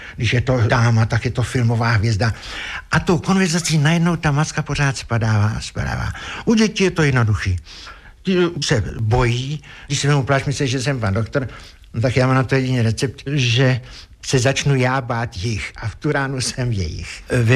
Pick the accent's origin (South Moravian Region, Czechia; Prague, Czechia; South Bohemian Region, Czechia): South Bohemian Region, Czechia; Písek; born there; Narodil jsem se v Písku, a sice v rolnické škole, můj otec tam byl profesorem